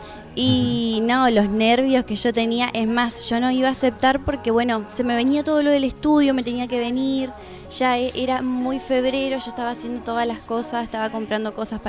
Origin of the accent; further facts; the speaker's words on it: Nogoyá, Entre Ríos, Argentina; born there; moved away as an adult; now in Villa Constitución, Argentina; Bueno, yo soy de la localidad de Nogoyá, Entre Ríos. Soy nacida allá.